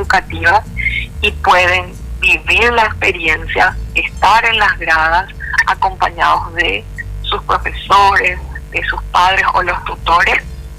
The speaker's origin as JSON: {"language": "Spanish", "country": "Paraguay", "said": "cultura, lo que somos como paraguayos y todo ese talento que nosotros los paraguayos tenemos"}